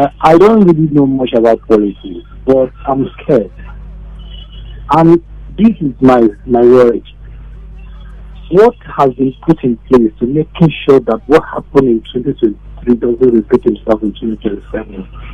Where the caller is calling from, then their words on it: Lagos, Nigeria; I'm calling from Ogba.